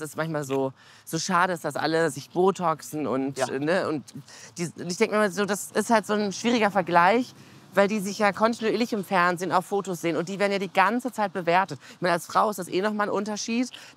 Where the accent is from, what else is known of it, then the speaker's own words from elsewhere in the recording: Herne, North Rhine-Westphalia, Germany; also born or lived in Hamburg; now in Berlin, Germany; Davor noch in Hamburg gewohnt und davor komme ich aus dem Ruhrgebiet, aus Herne.